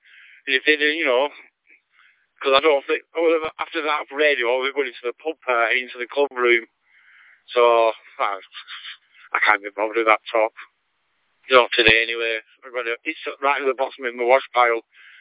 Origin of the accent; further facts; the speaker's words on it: North West England, United Kingdom; I still say I'm from Lancashire.